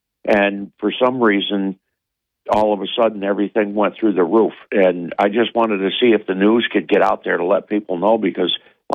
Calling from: Oneonta, New York, United States; I'm calling from Oneonta.

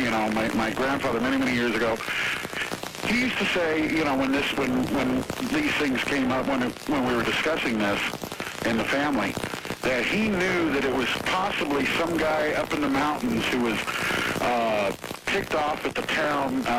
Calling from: Chico, California, United States; Yes, I'm calling from Chico, California.

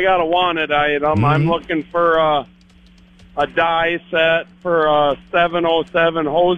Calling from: Colton, South Dakota, United States; from Colton.

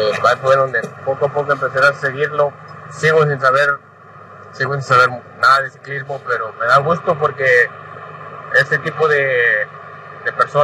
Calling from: Mexico; como mexicano me da gusto

